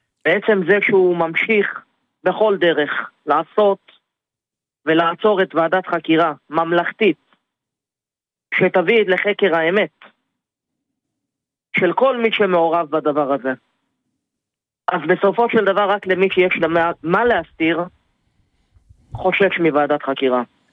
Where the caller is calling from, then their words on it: Ness Ziona, Central District, Israel; אני מנס ציונה.